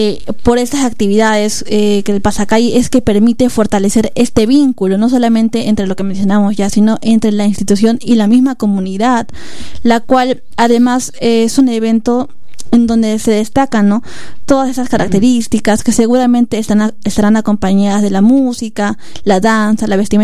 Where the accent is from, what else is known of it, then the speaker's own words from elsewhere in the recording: Peru; para identificarnos más como peruanos